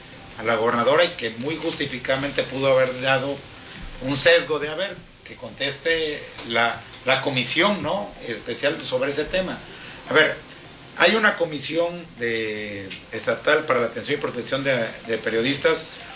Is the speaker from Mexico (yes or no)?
yes; Veracruz, Mexico; somos veracruzanos